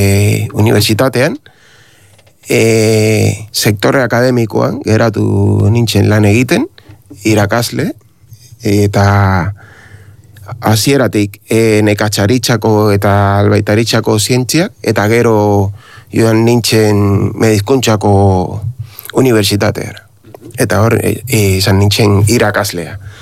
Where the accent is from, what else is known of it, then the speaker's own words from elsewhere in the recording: Cuba; Bai, ni jaio nintzen Irautzaren barruan, nire gurasoak izan dira, bueno, familia oso humilde bat, nire aita zen irakaslea, Kuban, bueno, institutoko irakaslea, marxismo gainera